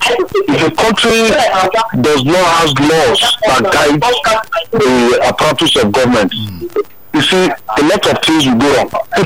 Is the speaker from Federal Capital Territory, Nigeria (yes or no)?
no; Edo, Nigeria; I was born and brought up in Edo State. I know what Edo State is like.